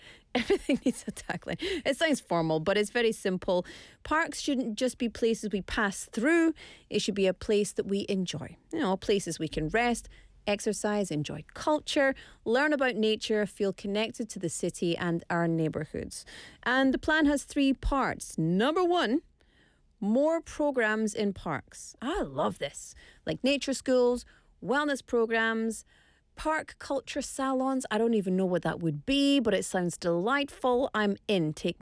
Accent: Scotland, United Kingdom; also born or lived in Glasgow; now in Busan, South Korea; so I'm from Scotland if you didn't know

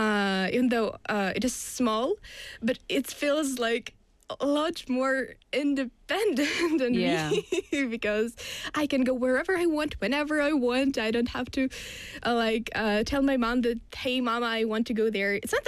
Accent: Russia; English is a second language; now in South Korea; And actually, in my hometown, really, Russia is really spacious because there is a lot of space and a very little amount of people.

